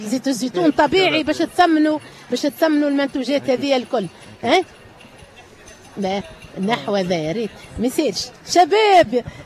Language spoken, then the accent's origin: Arabic; Tunisia; ما نكبروا كان ببعضنا التوانسة